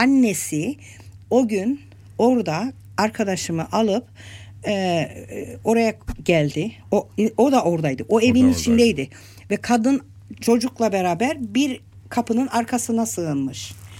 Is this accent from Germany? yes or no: no; Cyprus; born there; biz savaş görmüş bir ülkeyiz. Ben kendi açımdan savaşlarda doğdum, büyüdüm. 1963 savaşlarını gördüm. 1974 savaşlarını gördüm.